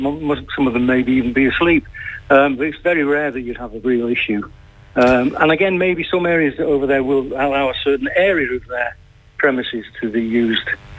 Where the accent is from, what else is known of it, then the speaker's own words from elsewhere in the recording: Stockport, North West England, United Kingdom; From Stockport near Manchester.